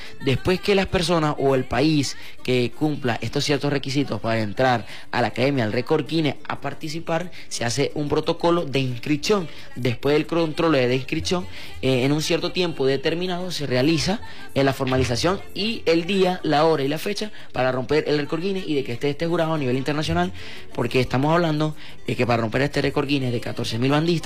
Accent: Mérida, Venezuela; nosotros venimos de Luis Gía Mérida, que Mérida no solamente es frío, que es calor, vengan para Mérida

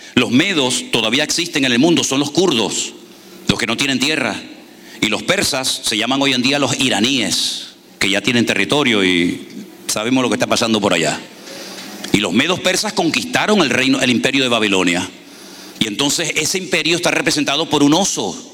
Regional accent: Spain; Quiero pedir perdón porque a veces puedo yo, como español, utilizar alguna palabra, alguna expresión que a lo mejor puede chocar aquí, pero es que los españoles hablamos así.

